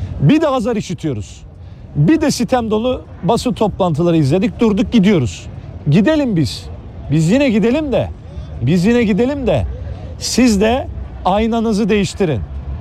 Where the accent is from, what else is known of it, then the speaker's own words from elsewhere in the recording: Erzurum, Turkey; biz Erzurum'da bir laf vardır.